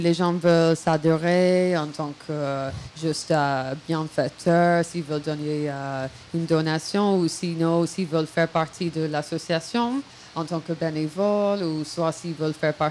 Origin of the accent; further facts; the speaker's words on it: Ireland; Et même chez moi en Irlande, ça se fait beaucoup.